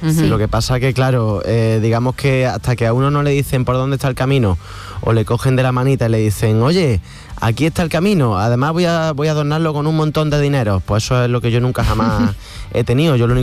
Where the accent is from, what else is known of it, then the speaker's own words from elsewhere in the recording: Córdoba, Andalusia, Spain; Lo único, me encanta Cádiz, pero yo soy de Córdoba.